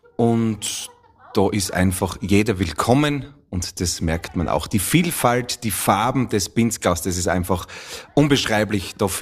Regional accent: Styria, Austria; Deswegen wandern wir jetzt dann in meine alte Heimat und ich wünsche euch viel Spaß mit der weststeirischen Jodelpotpourri.

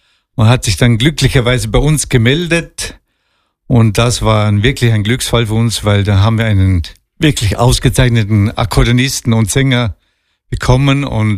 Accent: Schoppernau, Vorarlberg, Austria; Ich komme aus Schopenau und das ist ein Ort vorher in Au.

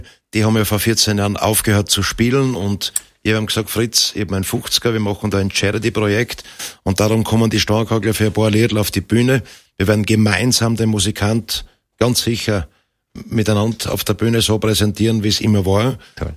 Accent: Bad Waltersdorf, Styria, Austria; Und wir kommen ja aus der Region rund um Bad Waltersdorf und haben da so eine enge Freundschaft

